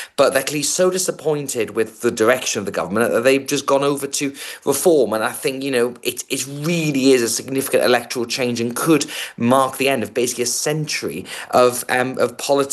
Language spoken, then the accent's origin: English; Gateshead, North East England, United Kingdom; So Gateshead, which is my hometown